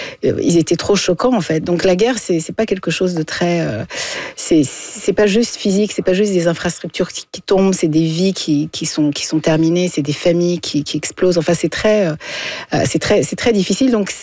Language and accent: French; Montreal, Quebec, Canada; now in Montreal, Canada; J'ai grandi à Montréal, j'étais à l'école ici.